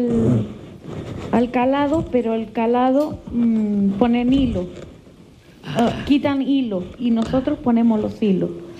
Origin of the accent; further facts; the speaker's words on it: Vilaflor, Canary Islands, Spain; Pues yo nací en La Escalona, es un barrio de Vilaflor. Entonces allí pues es pequeñito.